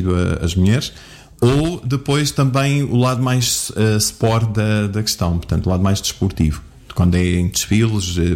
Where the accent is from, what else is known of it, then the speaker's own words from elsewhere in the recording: Rocio, Santarém, Portugal; born there; Portanto, eu nasci no Rocio, em casa dos meus avós.